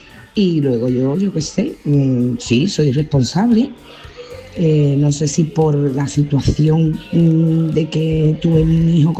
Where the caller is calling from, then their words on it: Huelva, Andalusia, Spain; de Huelva.